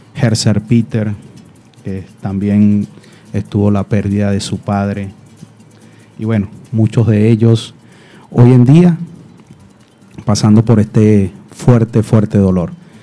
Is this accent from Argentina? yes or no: no; Venezuela; Así somos los venezolanos